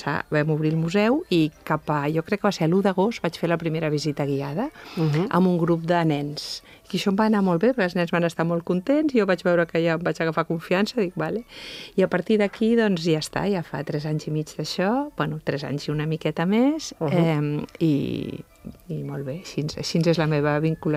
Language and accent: Catalan; Barcelona, Catalonia, Spain; moved away as an adult; now in La Buerda, Spain; jo vivia i soc de Barcelona, però el meu pare, els meus arrels, per part de pare, són d'aquest poble del Pirineu aragonès